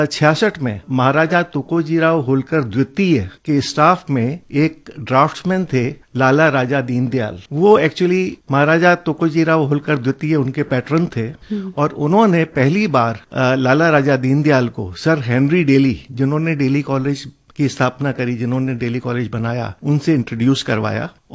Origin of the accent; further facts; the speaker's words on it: Agra, Uttar Pradesh, India; मेरा जन्म दयालबाग आगरा में हुआ और बचपन मेरा पूरा आगरा में बीता।